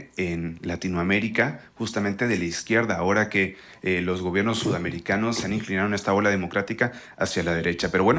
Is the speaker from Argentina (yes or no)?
no; Mexico; es un orgullo para nosotros como mexicanos.